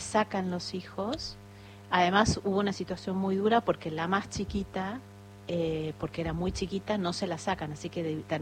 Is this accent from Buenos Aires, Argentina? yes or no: yes; Buenos Aires, Argentina; born there; Yo nací en Capital